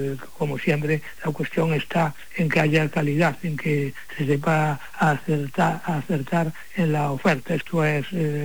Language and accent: Spanish; Asturias, Spain; now in Santiago de Compostela, Spain; Es mi pueblo, ya, mi pueblo ya.